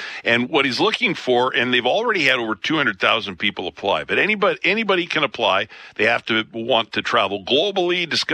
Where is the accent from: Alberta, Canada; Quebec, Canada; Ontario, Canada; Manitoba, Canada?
Alberta, Canada; Picture Butte; I grew up in Picture View. Ed's Dairy Bar across the street from us.